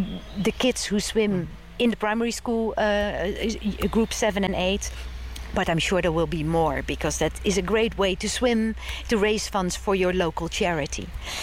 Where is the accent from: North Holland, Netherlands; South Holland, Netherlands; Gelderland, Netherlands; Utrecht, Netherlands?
South Holland, Netherlands; Westland; now in The Hague, Netherlands; I come originally from Westland, but I live in The Hague. So what makes me that? It makes me a person who lives in The Hague.